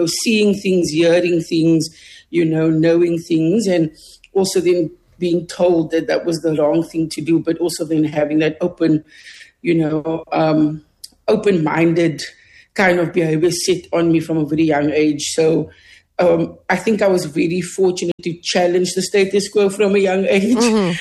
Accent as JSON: {"language": "English", "town": "Mitchells Plain", "region": "Western Cape", "country": "South Africa", "tie": "born or raised there", "said": "But I would say growing up in Mitchells Plain really shaped me in a lot of ways."}